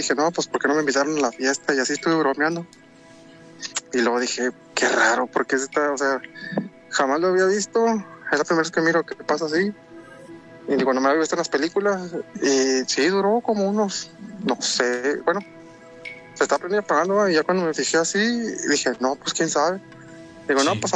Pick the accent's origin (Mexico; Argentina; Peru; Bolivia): Mexico; Tamaulipas; Ok, bueno, sí … de Tamaulipas.